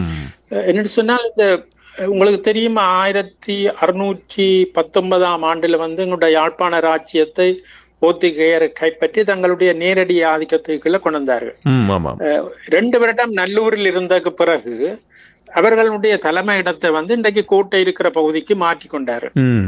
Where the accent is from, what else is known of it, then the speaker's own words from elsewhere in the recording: Jaffna, Northern Province, Sri Lanka; moved away as an adult; also born or lived in United Arab Emirates; நான் வண்ணார்பண்ணையில் பிறந்து வளர்ந்தவன். என்னுடைய கல்வி முழுவதையும், பாடசாலை கல்வி முழுவதையும் நான் அருகில் இருந்த வைத்தீஸ்வர வித்யாலயத்தில் தான் பெற்றுக்கொண்டேன்.